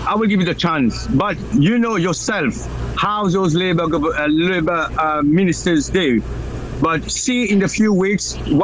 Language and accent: English; British Indian Ocean Territory; As Chagosian, as British, my hope for the president is not accept this deal with Mauritius